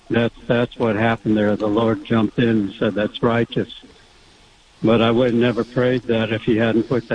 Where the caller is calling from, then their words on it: San Diego, California, United States; San Diego.